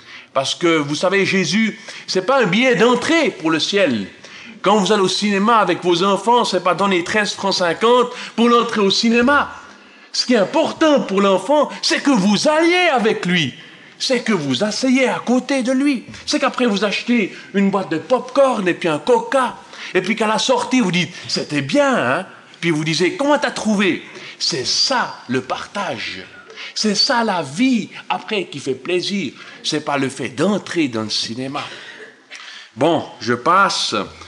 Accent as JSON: {"language": "French", "town": "Cortaillod", "region": "Neuchâtel", "country": "Switzerland", "tie": "born or raised there", "said": "J'ai été élevé en Suisse romande, à Cortaio, près de Neuchâtel. Mon père vient d'Allemagne, il est depuis 50 ans en Suisse. Ma mère vient de Suisse allemande, j'ai donc été élevé bilingue."}